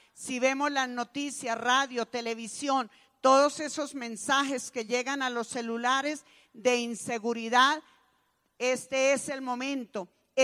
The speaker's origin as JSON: {"language": "Spanish", "country": "Colombia", "said": "que todos nosotros como colombianos, hermanos en Cristo, bautizados, pidamos al Santo Espíritu de Dios"}